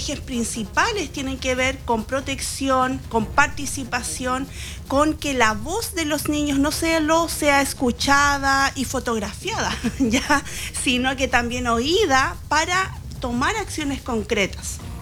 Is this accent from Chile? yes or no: yes; Chile; nosotros, como Estado, como sociedad chilena